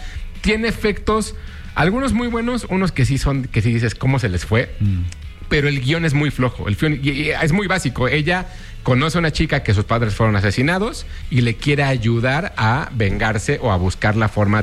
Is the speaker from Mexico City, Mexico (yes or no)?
yes; Coyoacán, Mexico City, Mexico; Yo de Coyacán, de la del Carmen, Coyacán.